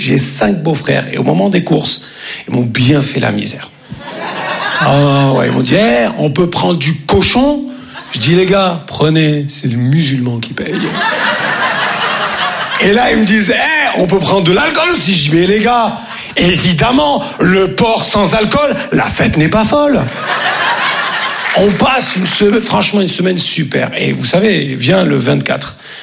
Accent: Grand Est, France; comme on dit chez nous en Lorraine.

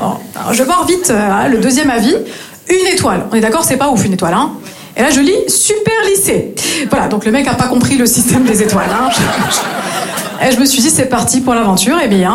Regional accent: north-east France, France; moved away as an adult; now in Marseille, France

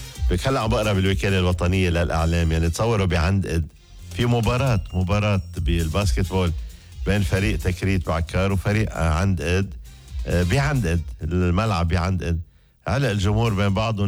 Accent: Lebanon

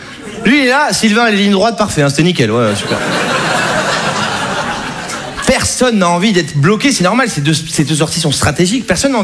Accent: Saint-Émilion, Nouvelle-Aquitaine, France; now in Paris, France; je viens de Saint-Émilion.

